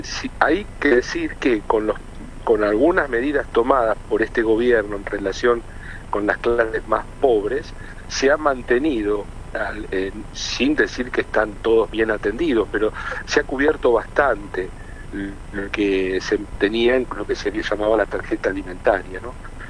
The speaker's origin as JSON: {"language": "Spanish", "region": "Buenos Aires", "country": "Argentina", "tie": "born or raised there", "lives_now": "Mendoza, Argentina", "said": "No, bueno, yo, si soy bien, soy originario del AMBA, estoy en Mendoza, ¿no?"}